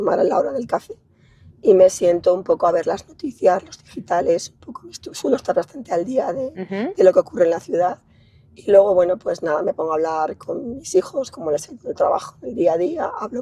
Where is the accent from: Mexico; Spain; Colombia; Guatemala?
Spain; León, Castile and León; Somos de la Venatoria de toda la vida, uh-huh. de los de León de toda la vida